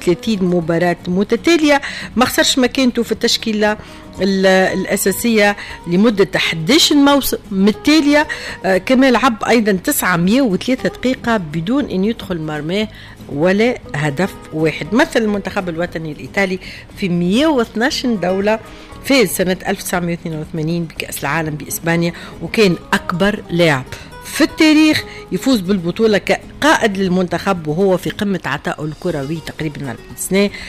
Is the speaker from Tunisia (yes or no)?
yes; Tunisia; قلت له مانيش بنزرتية, أنا بنت تونس الكل ونحب الألوان الكل.